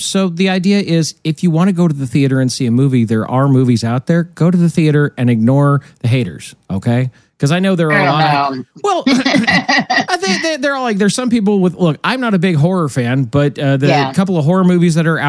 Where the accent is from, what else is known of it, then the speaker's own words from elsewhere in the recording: Nebraska, United States; I'm from Nebraska.